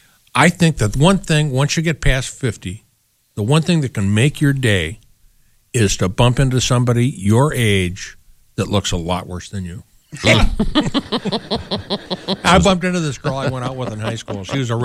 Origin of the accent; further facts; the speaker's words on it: Minneapolis, Minnesota, United States; Well, I joined a health club in my hometown in Minneapolis